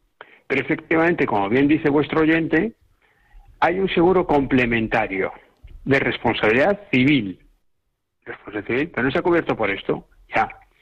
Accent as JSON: {"language": "Spanish", "country": "Spain", "said": "que todos somos españoles."}